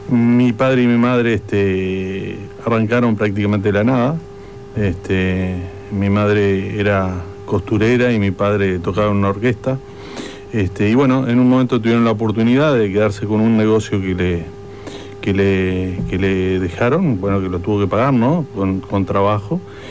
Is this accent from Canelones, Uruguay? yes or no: no; Rosario, Colonia, Uruguay; moved away as an adult; now in Maldonado, Uruguay; yo soy oriundo de Rosario, del departamento de Colonia.